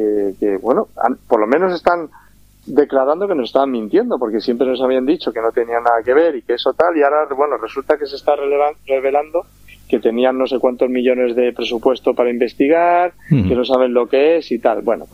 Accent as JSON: {"language": "Spanish", "region": "Extremadura", "country": "Spain", "tie": "born or raised there", "also_born_or_lived": "Teruel", "said": "y soy extremeño, ¿eh? O sea, nacido en Teruel, pues me considero más extremeño por mi familia, donde más años he vivido, ¿no?"}